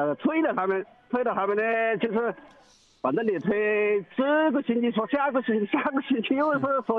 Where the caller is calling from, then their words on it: Xiangxiang, Hunan, China; 我们是湖南省